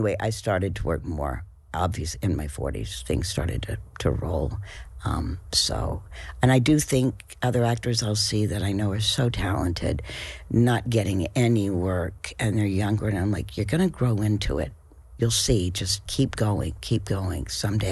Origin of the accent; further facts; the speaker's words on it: Knoxville, Tennessee, United States; The jump was, I grew up doing theater as a kid. The university in my hometown, Knoxville, had a really fabulous theater program.